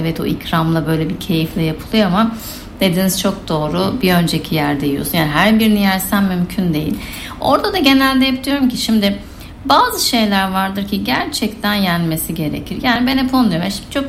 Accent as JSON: {"language": "Turkish", "region": "Central Anatolia", "country": "Turkey", "said": "ben de İç Anadolu bölgesindeyim."}